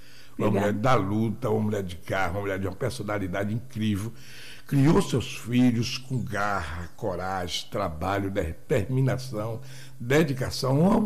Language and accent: Portuguese; Ubaitaba, Bahia, Brazil; nós fomos criados na Rua do Dendê, que é ali a Avenida Ilhéus de Ubaitaba.